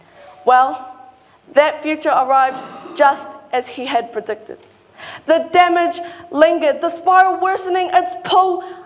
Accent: Kaikohe, Northland, New Zealand; my hometown of Kaikohe.

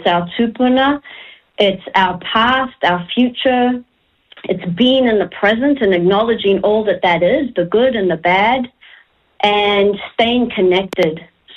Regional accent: New Zealand; even though I compose mostly in English, really, truly, inside me, the things I'm carrying are from Te Ao Māori.

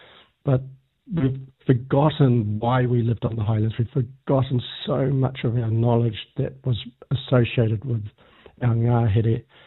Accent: Maketu, Bay of Plenty, New Zealand; So I'm from Makutu. We used to live up on the cliffs behind Makutu

